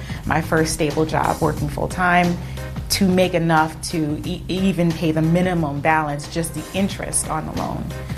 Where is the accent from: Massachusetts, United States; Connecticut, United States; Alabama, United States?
Connecticut, United States; I am from Connecticut, born to a Jamaican father and a Black American mother.